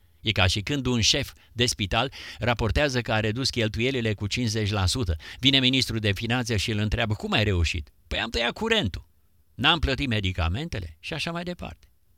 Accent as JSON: {"language": "Romanian", "town": "Urziceni", "region": "Ialomița County", "country": "Romania", "said": "Eu sunt de la Ialomița, de la Urziceni."}